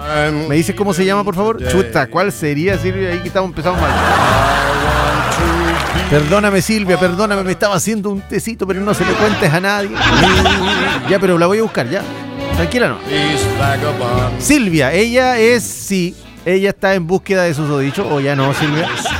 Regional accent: Chile

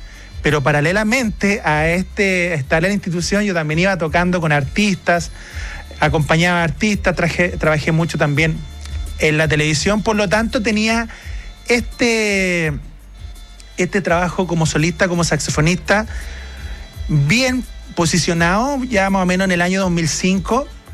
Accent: Molina, Maule, Chile; now in Santiago, Chile; 2000 llegué acá a Santiago. Yo soy de Molina, de la ciudad de Molina, una comuna muy pequeñita, pero que sin duda es bien cultural. Y es ahí donde yo di mis primeros pasos cuando estudié, cuando pequeño, en el Orfeón Juvenil de Molina.

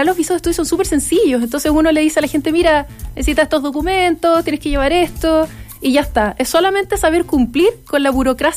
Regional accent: Chile; O sea, yo soy chileno y ya nací aquí y ya está.

